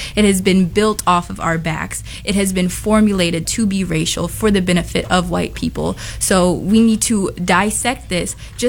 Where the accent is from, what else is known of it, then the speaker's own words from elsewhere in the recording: Chicago, Illinois, United States; I'm a young girl. I grew up in University of Chicago Lab School. I go to Howard University.